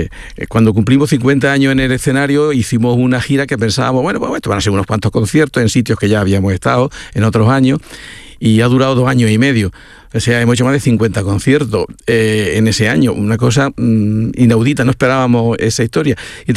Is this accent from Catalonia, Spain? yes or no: no; Jódar, Andalusia, Spain; un festival que hacemos en Jódar, en mi pueblo